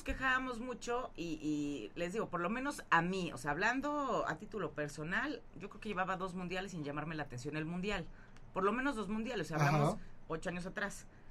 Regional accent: Mexico

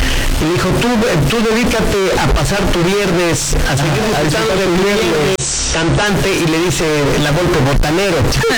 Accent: Mexico; Somos buenos mexicanos, ¿no?

